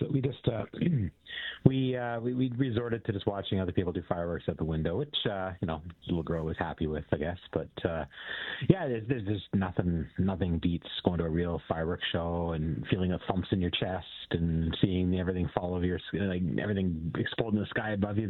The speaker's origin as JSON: {"language": "English", "town": "Brampton", "region": "Ontario", "country": "Canada", "tie": "born or raised there", "moved": "yes", "lives_now": "Ottawa, Canada", "said": "I grew up in Brampton"}